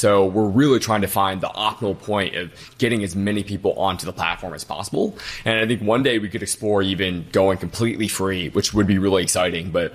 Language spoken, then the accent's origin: English; Detroit, Michigan, United States; So, born and raised in Detroit, my parents are immigrants. We didn't have a lot of money growing up.